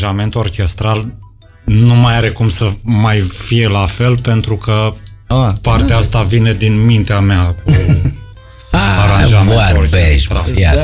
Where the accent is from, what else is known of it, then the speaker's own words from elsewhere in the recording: Tulcea, Tulcea County, Romania; Da, sunt din Tulcea.